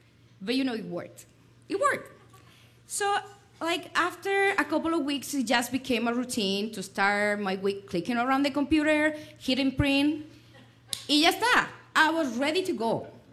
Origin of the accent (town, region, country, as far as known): Spain